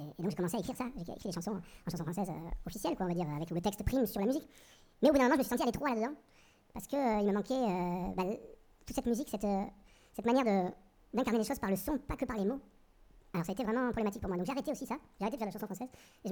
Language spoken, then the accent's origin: French; Nice, Provence-Alpes-Côte d'Azur, France; moi, je venais de Nice. Alors, Nice, c'est pas la ville la plus sexy pour la musique parce qu'elle a une réputation de merde, qui est méritée.